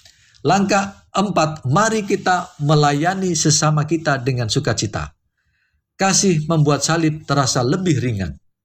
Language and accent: Indonesian; Indonesia